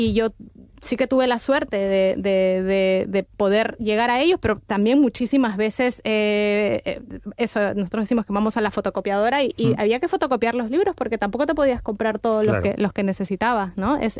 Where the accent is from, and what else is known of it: Peru; now in Spain